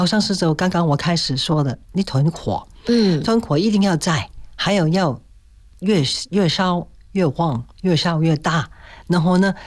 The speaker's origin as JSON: {"language": "Chinese", "town": "Zhongshan", "region": "Guangdong", "country": "China", "tie": "born or raised there", "said": "我第一站是在我的家乡中山举行"}